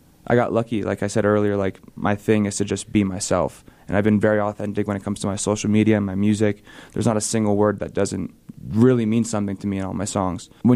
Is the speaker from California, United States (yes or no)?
no; Bradenton, Florida, United States; There's not a lot to do on the island. We're from Anna Maria Island, Bradenton, Florida.